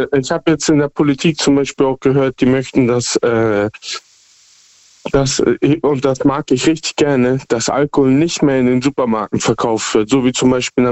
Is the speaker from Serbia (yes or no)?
no; Hamburg, Germany; Ich komme aus Hamburg.